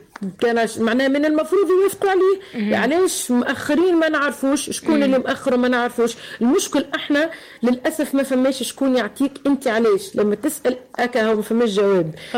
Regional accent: Tunisia

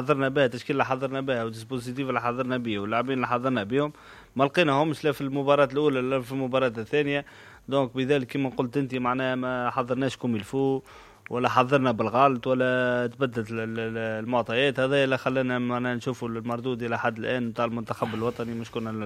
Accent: Tunisia; احنا منتخب تونسي

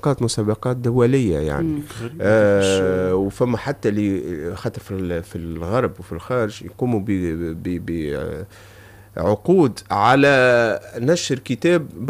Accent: Tunisia; عندنا في تونس

